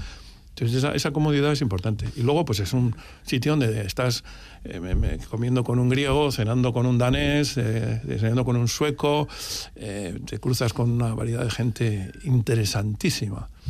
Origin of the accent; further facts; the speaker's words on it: Bilbao, Basque Country, Spain; also born or lived in United States; Y de Estados Unidos ya no regresé a Bilbao. Y he vuelto a Bilbao 23 años después. Y yo soy de Bilbao por decisión, no por...